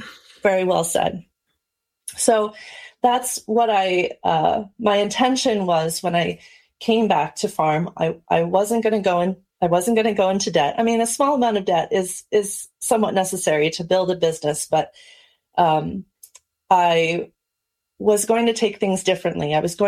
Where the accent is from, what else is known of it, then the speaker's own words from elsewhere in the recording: Charles City, Iowa, United States; moved away as an adult; I grew up here in Charles City, Iowa. We're in Northeast Iowa. For 18 years, came back 18 years later